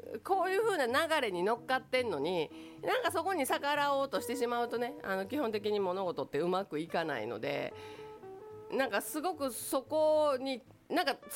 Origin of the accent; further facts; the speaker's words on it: Takatsuki, Osaka, Japan; あの私高槻出身でしてね、弟が今でも高槻で、バーをやっておりましてね、阪急の駅前で